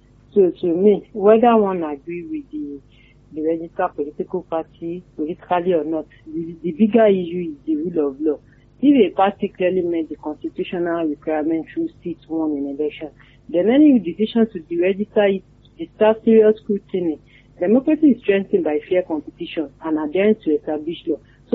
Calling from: Nigeria; from Ekene.

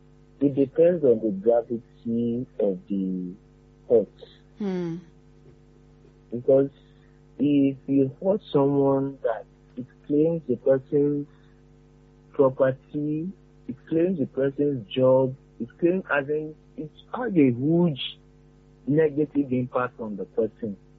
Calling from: Akwata, Southwest Region, Cameroon; I'm calling from Akwata.

